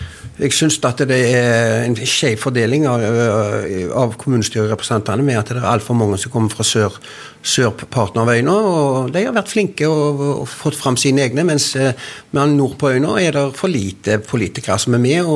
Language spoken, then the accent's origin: Norwegian; Håvik, Rogaland, Norway; Jeg er fra Håvik